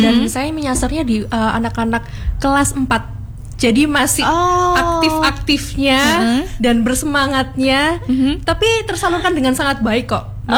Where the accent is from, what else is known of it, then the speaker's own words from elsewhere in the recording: Batu, East Java, Indonesia; Nah kebetulan karena saya dari Kota Batu, di sini saya membawakan gastronomi tourism atau wisata gastronomi.